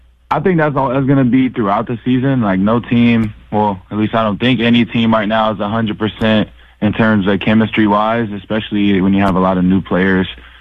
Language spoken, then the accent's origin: English; Midwest, United States; moved away; I'm from the Midwest